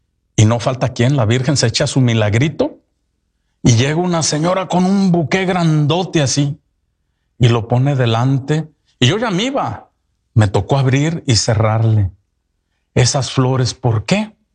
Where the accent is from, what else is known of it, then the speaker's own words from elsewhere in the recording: Mexico; aunque venimos de diferentes países de Centroamérica, algunos celebran su independencia hoy y nosotros, mexicanos, mañana